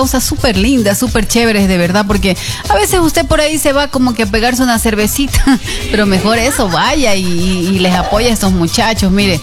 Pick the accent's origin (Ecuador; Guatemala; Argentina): Ecuador